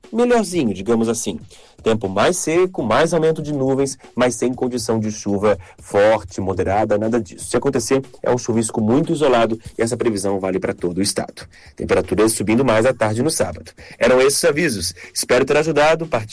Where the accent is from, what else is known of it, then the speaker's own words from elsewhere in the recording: Itajaí, Santa Catarina, Brazil; now in Florianópolis, Brazil; destacando minha terrinha, Itajaí